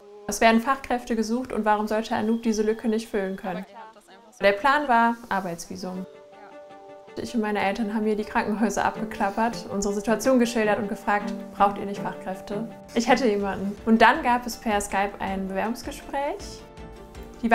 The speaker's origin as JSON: {"language": "German", "town": "Aachen", "region": "North Rhine-Westphalia", "country": "Germany", "tie": "born or raised there", "said": "Ich bin in Aachen aufgewachsen."}